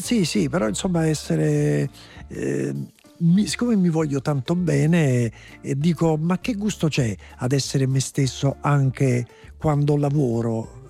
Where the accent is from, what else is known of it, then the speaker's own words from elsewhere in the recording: Naples, Campania, Italy; io essendo l'unico, per quanto giovane, ma l'unico napoletano del cast